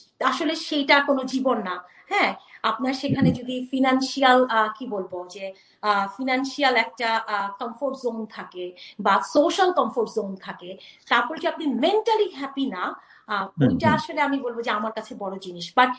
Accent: Bangladesh

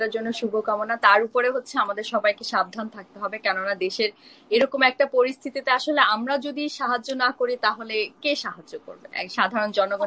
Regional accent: Bangladesh; moved away; যেমন আমার ছোটবেলা থেকে আমি যখন বাংলাদেশে ছিলাম বড় হয়েছি উনাদেরকেই দেখেছি

